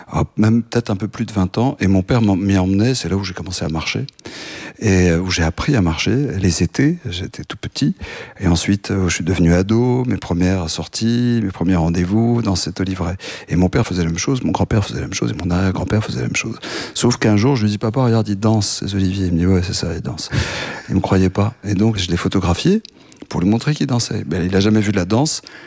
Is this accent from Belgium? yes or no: no; France; born there; Moi, j'étais parent grec, je suis né en France, mais je parle grec couramment.